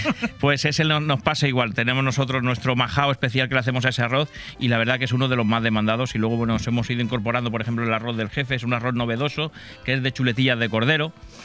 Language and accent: Spanish; Huéscar, Andalusia, Spain; moved away; de allí, de mi tierra, de Huéscar, de Granada